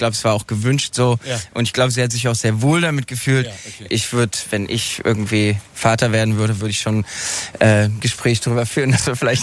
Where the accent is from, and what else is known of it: Berlin, Germany; born or raised there